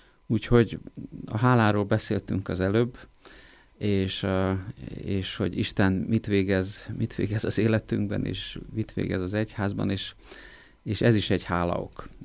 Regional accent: Pécs, Baranya, Hungary; Hát én akkor egyébként Pécsen éltem, pécsi vagyok

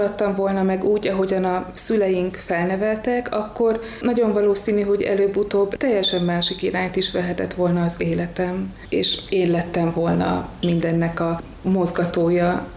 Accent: Vas County, Vas, Hungary; moved away as an adult; now in Sopron, Hungary; Vas megyéből származom, egy kicsin településről

